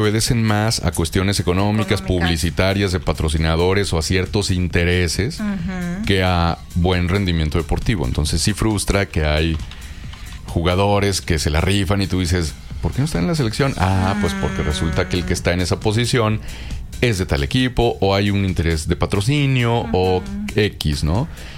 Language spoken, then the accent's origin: Spanish; Mexico; yo soy bien mexicano, me encanta ser mexicano.